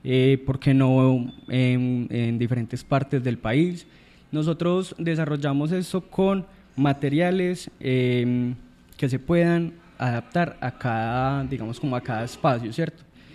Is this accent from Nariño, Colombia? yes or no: no; Belén de Umbría, Risaralda, Colombia; born there; somos de Belén, es la tierra pues que amamos y la que nos vio nacer.